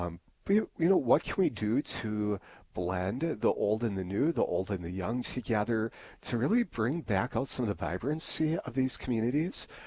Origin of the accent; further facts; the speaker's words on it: Harvey, North Dakota, United States; you know, I grew up in Harvey, North Dakota. My mother and stepfather live north of Animus. You know, I've got family out in Bismarck, Minot, my brother and sister-in-law in Fargo.